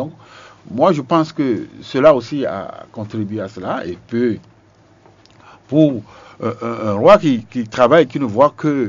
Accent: Benin

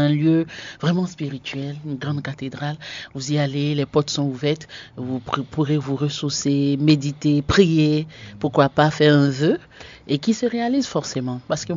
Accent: Côte d’Ivoire; Sinon, je suis 100% béninoise. Mais je suis née en Côte d'Ivoire. J'ai grandi en Côte d'Ivoire.

